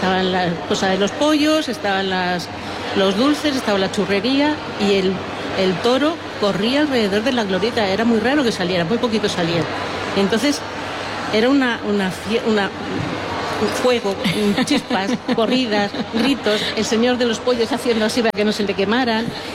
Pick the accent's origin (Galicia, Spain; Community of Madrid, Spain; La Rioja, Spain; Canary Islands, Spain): Community of Madrid, Spain; Madrid; accent: madrileño; moved away as an adult; now in Pulpí, Spain; con un deje madrileño